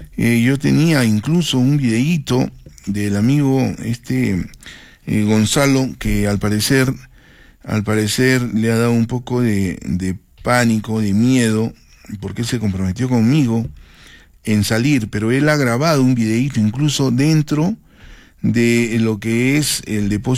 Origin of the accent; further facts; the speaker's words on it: Arequipa, Peru; yo hablo como arequipeño también, ¿no? Como arequipeño